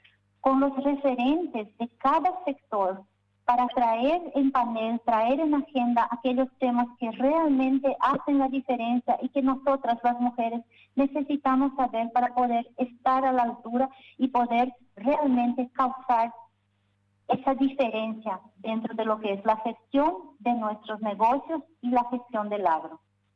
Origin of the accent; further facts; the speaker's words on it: Paraguay; somos paraguayas